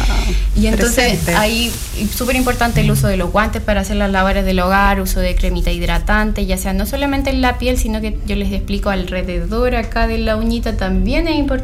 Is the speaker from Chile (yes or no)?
yes; Chile